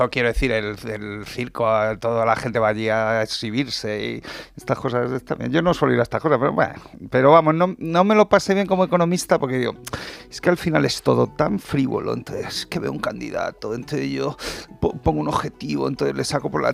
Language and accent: Spanish; Madrid, Community of Madrid, Spain; also born or lived in Palencia; yo la verdad es que me he criado aquí en Madrid, aunque nací en Palencia, me he criado en Madrid